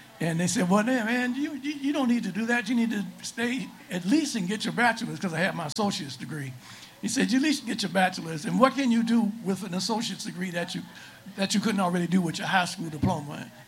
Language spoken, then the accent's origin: English; Washington, District of Columbia, United States; I was born in Washington, D.C., actually at Georgetown Hospital, but my first home was 2410 Hartford Street Southeast. And my father decided that he wanted to move us up to Northwest. But I went from preschool all the way through my master's degree right here in Washington, D.C.